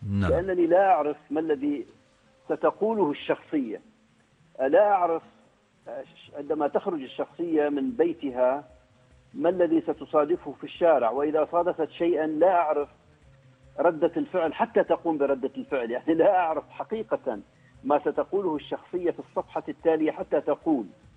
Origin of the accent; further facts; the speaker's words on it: Oman; ولست كاتبا من أمريكا اللاتينية ولا من أوروبا، أنا كاتب من عمان، أنتمي إلى ثقافة معينة، أنتمي إلى لغة أيضا لديها محمولاتها